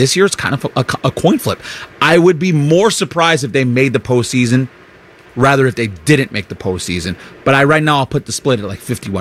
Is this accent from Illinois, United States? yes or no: yes; Chicago, Illinois, United States; I am from Chicago.